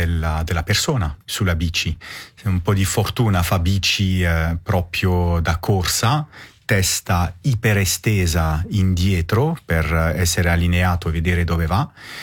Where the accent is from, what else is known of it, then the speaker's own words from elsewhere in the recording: Romandy, Switzerland; first language French; Italian is a second language; Essendo svizzero francese, francofono